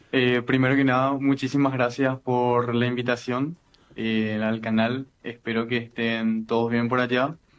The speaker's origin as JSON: {"language": "Spanish", "country": "Paraguay", "said": "Soy paraguayo, sí."}